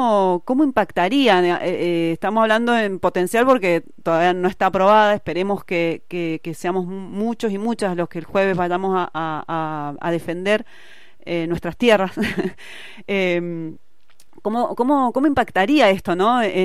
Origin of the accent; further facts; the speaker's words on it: Argentina; las riquezas como pueblo argentino